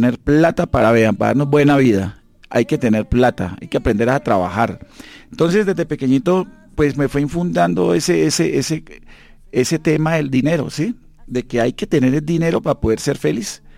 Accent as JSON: {"language": "Spanish", "town": "Villavicencio", "region": "Meta", "country": "Colombia", "tie": "born or raised there", "said": "soy de Villavicencio, nacido y criado en Villavicencio toda mi vida. Vengo de una familia, pues, de clase media, ¿no?"}